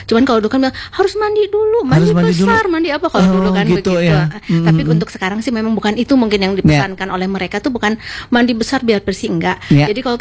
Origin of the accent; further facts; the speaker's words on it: Cililin, West Java, Indonesia; Kebetulan kampung saya di Cililin